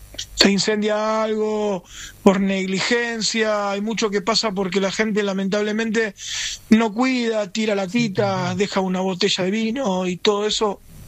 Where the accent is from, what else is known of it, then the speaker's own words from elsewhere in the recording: Rosario, Santa Fe, Argentina; moved away as an adult; no fue que yo me vine de Rosario, no me vine ni por inseguridad, ni porque no tenía trabajo, no, fue hacer un cambio de vida con mi esposa en sí